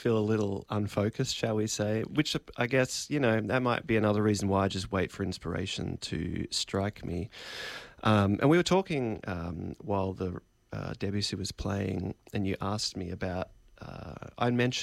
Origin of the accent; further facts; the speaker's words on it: Australia; wanted to write a piece of music that expressed something of the landscape of my home country, Australia